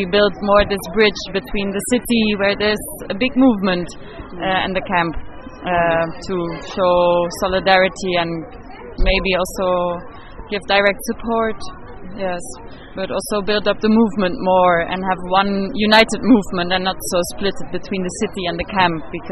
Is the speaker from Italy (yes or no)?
no; Belgium; now in Berlin, Germany; I'm from Belgium.